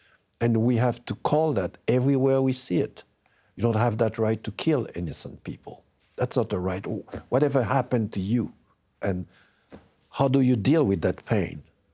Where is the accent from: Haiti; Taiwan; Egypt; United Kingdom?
Haiti; moved away; Maybe it's because I come from Haiti